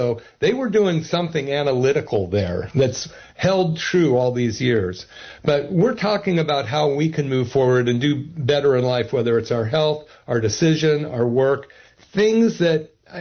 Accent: Berkeley, California, United States; So they gave me drugs, and I grew up in Berkeley in the 60s, and I listened to this group called … a song

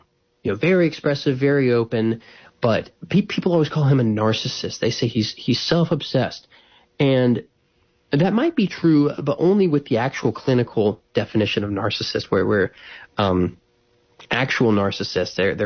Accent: Appalachia, United States; I come from Appalachia originally in my roots. And so I have a lot of love for these people.

